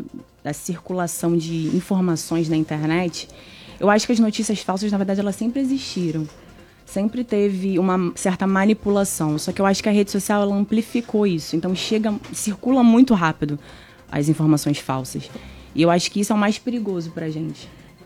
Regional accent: Maricá, Rio de Janeiro, Brazil; born there; sou jornalista, sou natural do Rio de Janeiro, mas moro em Maricá desde os meus 8 anos.

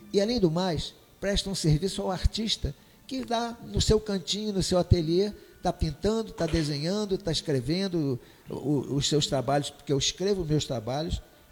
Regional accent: Rio de Janeiro, Brazil; born there; moved away as an adult; now in Búzios, Brazil; Nasci no Rio de Janeiro.

